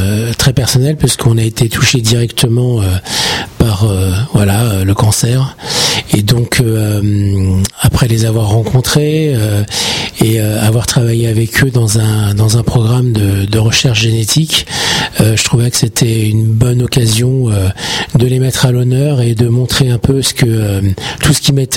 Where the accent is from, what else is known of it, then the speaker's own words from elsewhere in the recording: Saint-Leu-la-Forêt, Île-de-France, France; Alors du coup, je viens de Saint-Leu-la-Forêt.